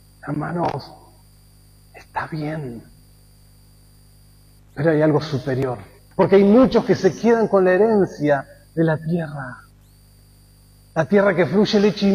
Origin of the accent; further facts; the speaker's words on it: Argentina; somos argentinos